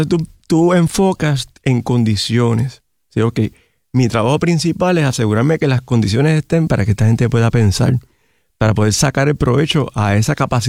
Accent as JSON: {"language": "Spanish", "country": "Puerto Rico", "said": "yo soy puertorriqueño."}